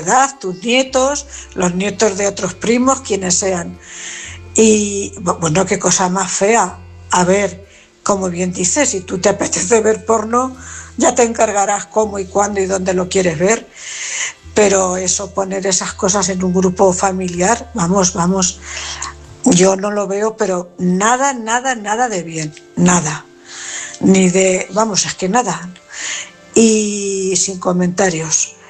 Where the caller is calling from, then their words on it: Cuenca, Castilla-La Mancha, Spain; Buenas noches … corresponsal de Cuenca.